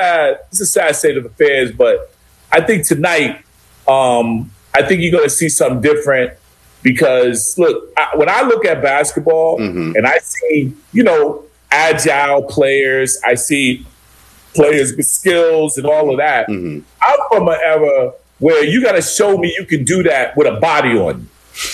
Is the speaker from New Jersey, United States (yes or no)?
yes; New Jersey, United States; I'm from Jersey